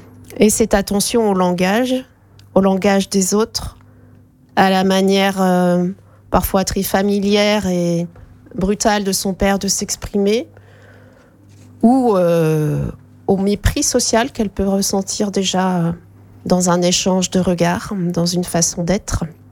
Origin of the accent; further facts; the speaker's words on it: Grand Est, France; mon enfance en Lorraine